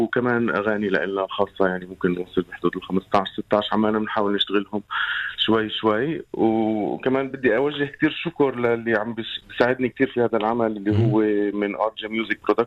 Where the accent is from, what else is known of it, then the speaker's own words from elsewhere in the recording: Jerusalem, Palestine; أنا من القدس.